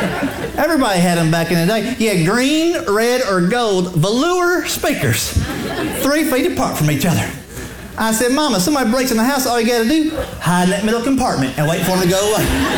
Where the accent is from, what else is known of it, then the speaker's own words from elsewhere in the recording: Lexington, Kentucky, United States; also born or lived in Ohio; now in Tennessee, United States; I grew up just outside of Lexington, and then I moved to Ohio for a while, and then I broke a tooth and bought a truck and had to move all the way down to Tennessee.